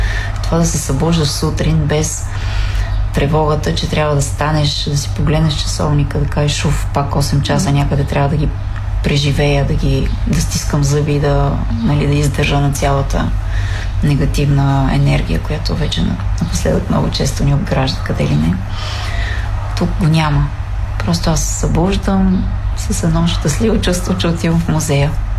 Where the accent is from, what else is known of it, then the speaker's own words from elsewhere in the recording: Elin Pelin, Sofia Province, Bulgaria; аз съм от Елинпелин и известно време работих и в завод Изида като редач на сурова продукция